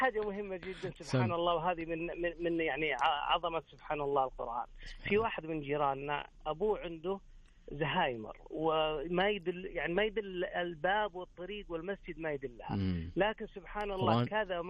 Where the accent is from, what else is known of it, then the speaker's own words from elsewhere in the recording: Medina, Medina Province, Saudi Arabia; من المدينة المنورة.